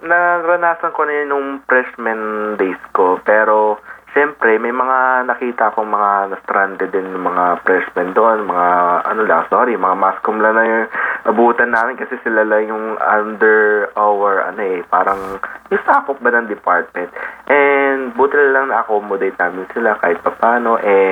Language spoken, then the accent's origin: Tagalog; Quezon City, Metro Manila, Philippines; kahit taga QC ako, hindi naman ako nag-aral dito